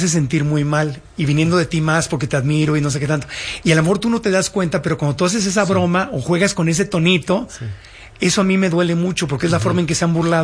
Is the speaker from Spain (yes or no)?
no; Tijuana, Baja California, Mexico; also born or lived in United States; yo que viví 20 años en Estados Unidos, yo no crecí en Estados Unidos, nací en Tijuana y yo no tenía papeles de niño para cruzar.